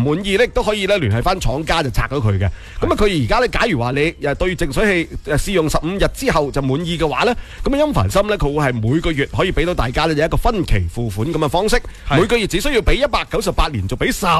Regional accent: Guangdong, China; 我哋广东人

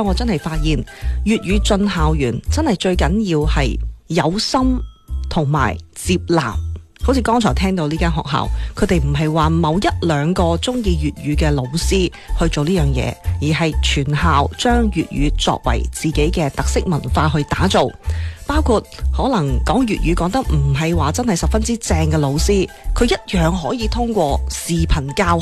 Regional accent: Foshan, Guangdong, China

